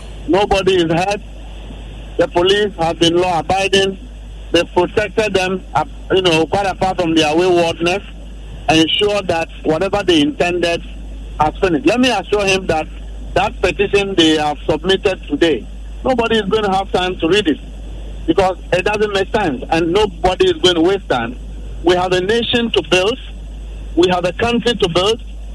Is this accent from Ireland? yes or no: no; Ghana; It doesn't reflect our culture as a Ghanaian.